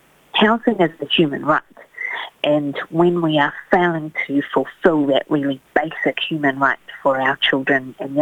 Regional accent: New Zealand

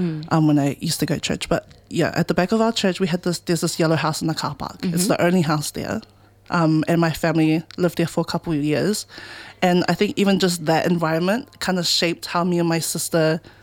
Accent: Auckland, New Zealand; coming from Avondale

